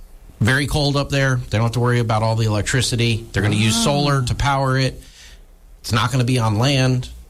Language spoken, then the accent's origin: English; Florida, United States; I'm from the Space Coast